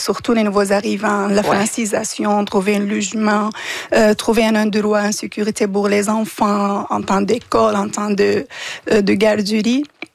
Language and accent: French; Damascus, Damascus Governorate, Syria; moved away as an adult; now in Canada; moi, je viens de Damas, une ville, elle est considérée la première ville populée dans l'histoire.